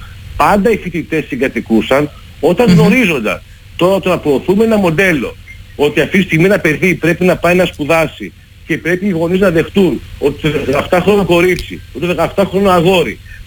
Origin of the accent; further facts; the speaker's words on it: Greece; μου είπανε προχθές ότι τα λέω αυτά επειδή είμαι Έλληνας.